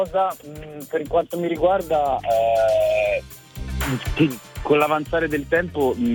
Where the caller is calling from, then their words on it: Pisa, Tuscany, Italy; Io sono di Pisa, uh-huh. E ho 24 anni, quasi 25.